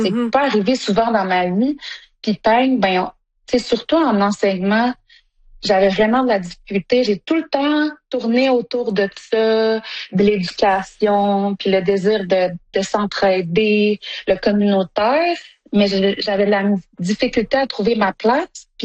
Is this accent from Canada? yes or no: yes; Sept-Îles, Quebec, Canada; born or raised there; moved away as an adult; now in Iqaluit, Canada